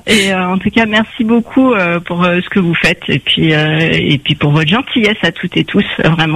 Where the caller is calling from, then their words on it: Île-de-France, France; On est dans le Val d'Oise, c'est au nord de Paris.